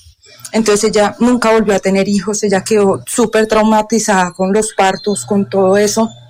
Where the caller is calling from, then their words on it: Colombia; todos somos colombianos